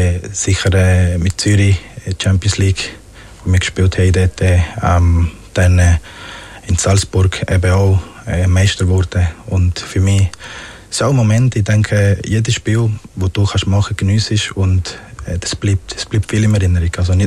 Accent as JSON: {"language": "German", "region": "Magdalena", "country": "Colombia", "tie": "born or raised there", "lives_now": "Switzerland"}